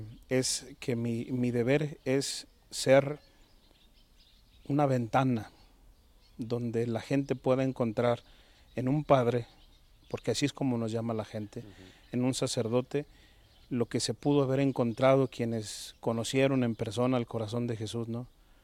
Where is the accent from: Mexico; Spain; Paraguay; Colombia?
Mexico; León, Guanajuato; also born or lived in Lagos de Moreno; pero por azares del destino yo nací allá, crecí en León, Guanajuato, y ya más adelante nos trasladamos a vivir toda la familia a Lagos de Moreno